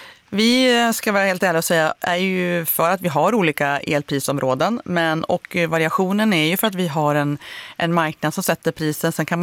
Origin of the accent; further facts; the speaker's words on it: Jämtland County, Sweden; Jag ska ta med dig upp till mina hemtrakter uppe i Jämtlandsskogarna.